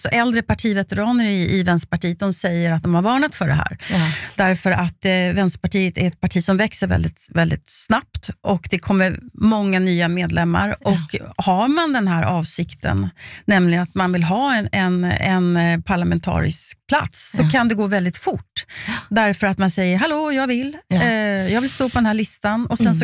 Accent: Sweden

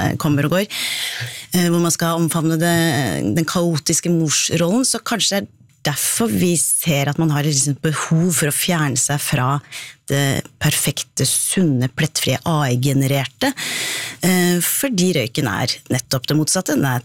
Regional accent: Ål, Buskerud, Norway; moved away; jeg kom fra Ål

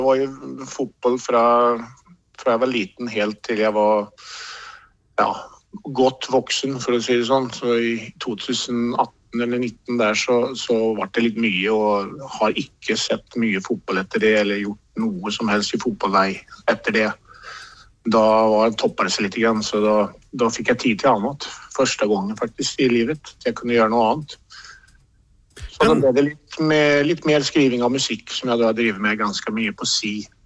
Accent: Stockholm, Stockholm County, Sweden; Norwegian is a second language; now in Norway; var den første sangen jeg skrev, sen kom … da, som handlet litt grann om den ene delen av Stockholm der jeg kommer ifra da.

